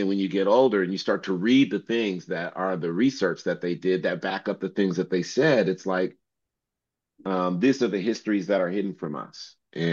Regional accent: New York, United States; especially on the East Coast, because I grew up in New York, so on the East Coast

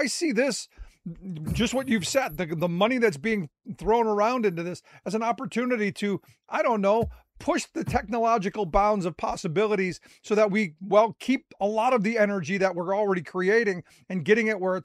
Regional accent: Cleveland, Ohio, United States; No, look, I grew up in Cleveland, and this, I hate to cut you off, but I grew up in Cleveland.

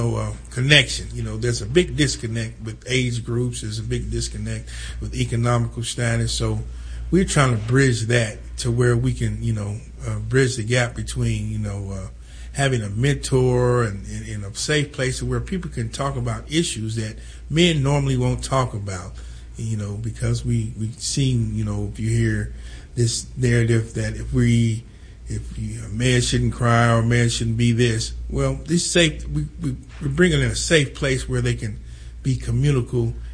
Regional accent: Wyandotte County, Missouri, United States; I am a resident of Wyandotte County, Missouri, and I grew up in Wyandotte County

